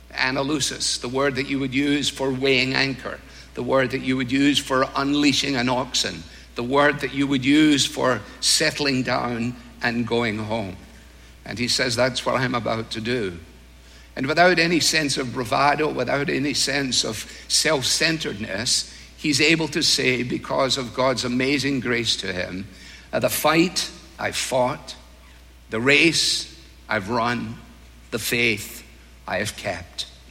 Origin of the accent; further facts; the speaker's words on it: Scotland, United Kingdom; moved away as an adult; now in United States; As a Scotsman